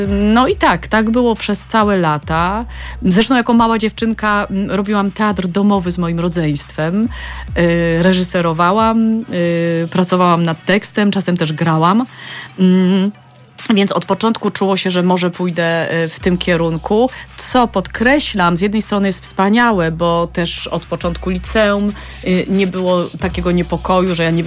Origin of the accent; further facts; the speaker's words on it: Kraków, Lesser Poland, Poland; wychowywałam się w artystycznym Krakowie